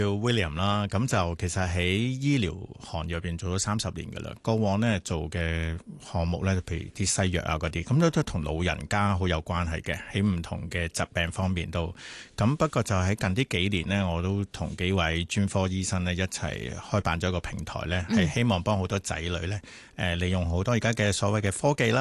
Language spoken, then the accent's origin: Cantonese; Hong Kong; 我哋香港人